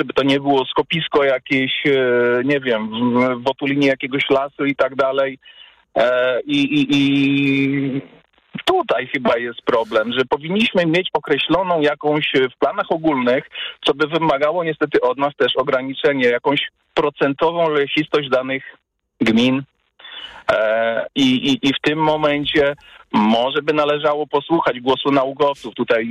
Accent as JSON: {"language": "Polish", "town": "Milanówek", "region": "Masovian Voivodeship", "country": "Poland", "tie": "born or raised there", "said": "I właściwie z mojego dzieciństwa Milanówek, powiedzmy, stracił wiele na swoim charakterze przez to, że tych drzew troszeczkę ubyło."}